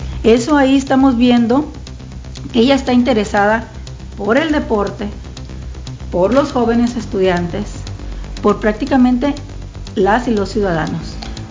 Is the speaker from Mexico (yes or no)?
yes; Colima, Mexico; yo soy del municipio de Colima